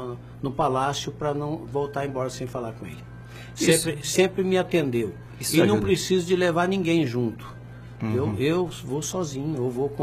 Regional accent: Araguaia region, Brazil

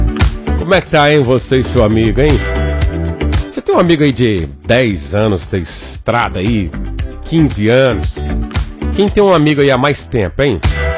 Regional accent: Brazil

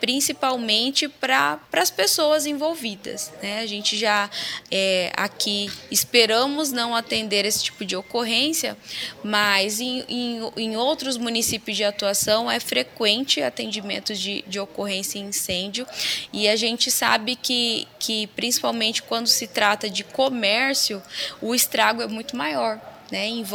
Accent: Mato Grosso, Brazil; enquanto mato-grossense

